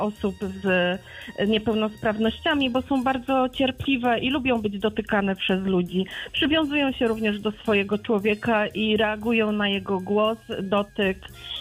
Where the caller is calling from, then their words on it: Świdnica, Lower Silesian Voivodeship, Poland; Ze Świdnicy.